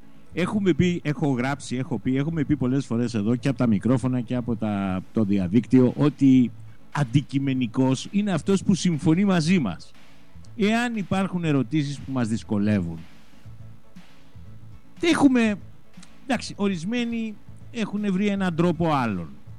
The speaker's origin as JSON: {"language": "Greek", "region": "Western Greece", "country": "Greece", "tie": "born or raised there", "said": "Καλημέρα στο Μεσολόγγι και το Αγρίνιο, την Ετωλοακαρνανία, την πατρίδα μου"}